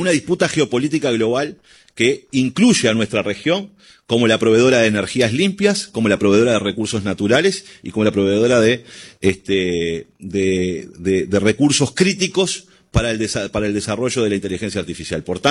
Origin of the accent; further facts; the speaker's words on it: Uruguay; somos un barrio de San Pablo los uruguayos.